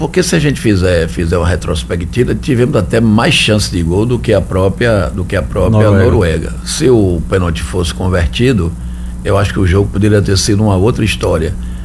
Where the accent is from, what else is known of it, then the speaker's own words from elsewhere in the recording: Brazil; Você aí que tá assim como eu, brasileiro